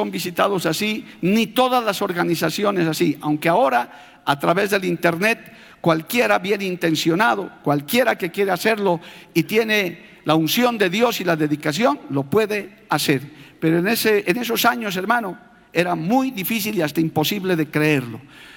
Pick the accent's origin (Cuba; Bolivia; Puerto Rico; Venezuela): Bolivia; para Bolivia, como boliviano que soy